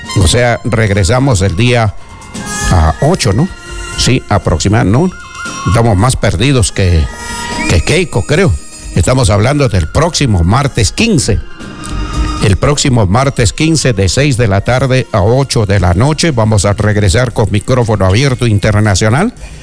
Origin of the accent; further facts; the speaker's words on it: Junín, Peru; moved away; haber visitado a nuestro pueblo, a nuestro querido y histórica provincia de Junín